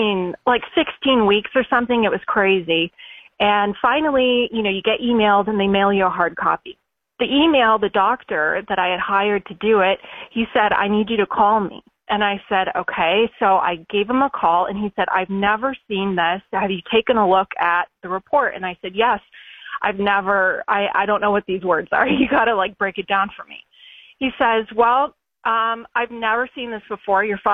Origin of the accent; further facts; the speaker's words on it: Dallas, Texas, United States; now in Michigan, United States; and we're in Michigan, and we're originally from Dallas, but we're in Michigan now.